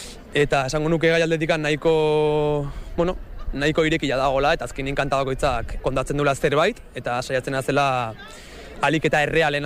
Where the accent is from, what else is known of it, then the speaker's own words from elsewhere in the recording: Oiartzun, Basque Country, Spain; born there; Oiartzungo musika eskolan